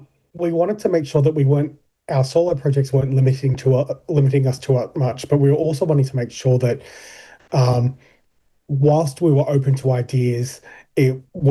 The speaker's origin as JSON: {"language": "English", "region": "Queensland", "country": "Australia", "tie": "born there", "said": "considering this interview we're doing in Brisbane, my home state"}